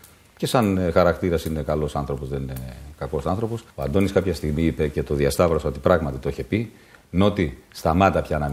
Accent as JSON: {"language": "Greek", "country": "Greece"}